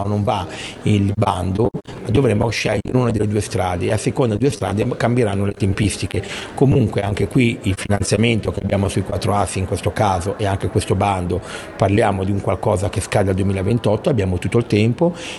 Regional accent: Genoa, Liguria, Italy; Io direi non solo i genovesi ma anche io e lei che siamo genovesi

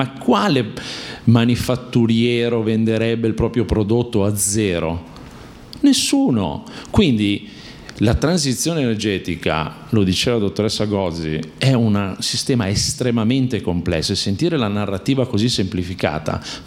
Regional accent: Milan, Lombardy, Italy; sono di Milano.

